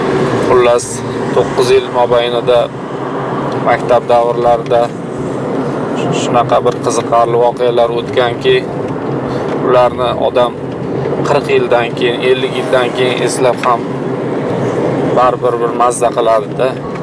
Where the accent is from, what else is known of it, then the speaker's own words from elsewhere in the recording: Beshariq District, Fergana Region, Uzbekistan; Biza Farg'ona viloyatidagi Beshariq tumanida 8-chi maktabda o'qiganmiz.